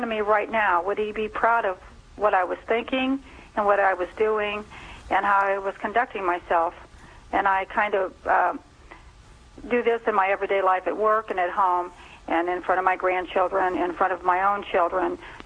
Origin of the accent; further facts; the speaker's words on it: Ohio, United States; I'm from Ohio.